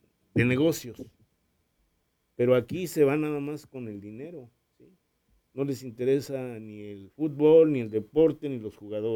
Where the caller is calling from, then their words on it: Mexico; en México estamos estancados